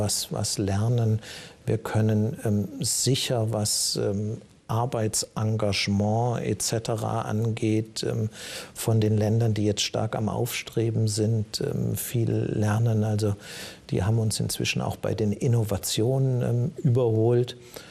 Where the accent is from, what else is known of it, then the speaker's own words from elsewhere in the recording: Germany; Wir sind als Deutsche nicht mehr so viel besser, wie wir teurer sind.